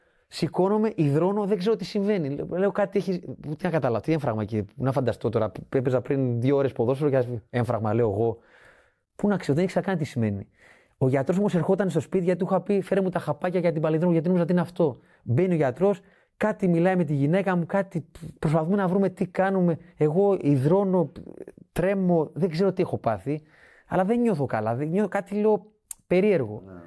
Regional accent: Greece

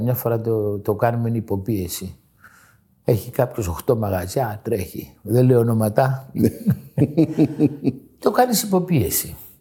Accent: Greece; εμείς σαν Έλληνες

